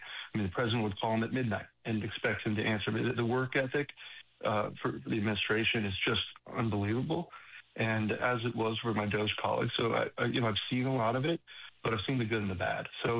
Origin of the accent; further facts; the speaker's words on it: New York, United States; now in Houston, United States; You know, being a New Yorker coming into Houston, it was just incredible.